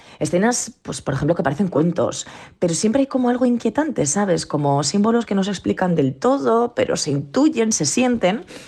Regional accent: Calatayud, Aragon, Spain; Entonces estoy en Calatayud, ya sabes que este es mi pueblo, y oye, hace un día bastante bueno.

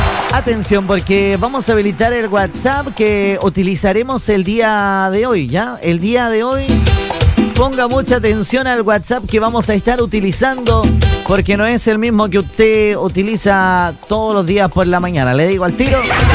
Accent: Chile; Porque somos chilenos. Somos chilenos.

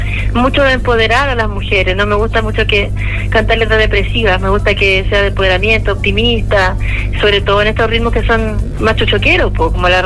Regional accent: Quillota, Valparaíso, Chile; now in Santiago, Chile; con la gente de mi tierra también.

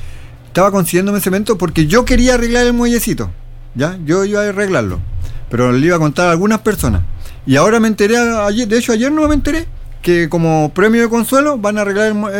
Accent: Juan López, Antofagasta, Chile; yo llevo 11 años en Juan López, pero yo crecí en Juan López.

